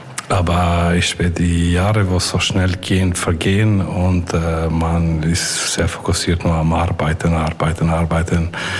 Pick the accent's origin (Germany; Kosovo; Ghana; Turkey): Kosovo; Pristina; German is a second language; moved away as an adult; now in Basel, Switzerland; ich komme aus Pristina